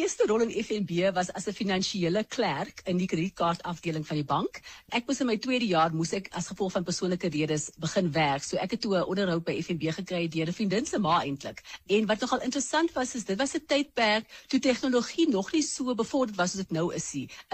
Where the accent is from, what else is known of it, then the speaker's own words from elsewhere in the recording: Johannesburg, Gauteng, South Africa; my ma kom van Mosselbaai en my pa van Oudtshoorn. So ek sien dit as my wortels. Maar ek het egter groot geword in Klipspruit Wes, 'n buurt in Eldorado Park in Johannesburg.